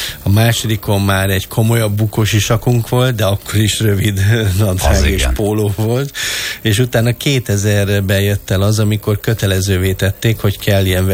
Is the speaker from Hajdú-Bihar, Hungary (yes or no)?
no; Dunaújváros, Fejér, Hungary; gyerekkoromban Dunaújvárosban nőttem fel